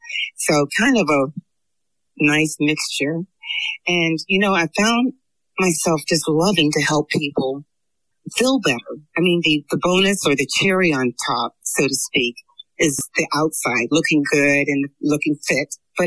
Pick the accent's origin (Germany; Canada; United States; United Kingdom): Germany; Frankfurt, Hesse; also born or lived in Darmstadt, Germany / Italy; I'm an Army brat. I like to get that out the way first. I grew up in Germany, Frankfurt, and Darmstadt.